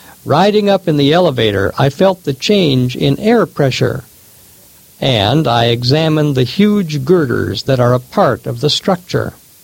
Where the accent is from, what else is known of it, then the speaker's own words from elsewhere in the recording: Midwest, United States; I grew up in the Midwest, a place where there is plenty of space.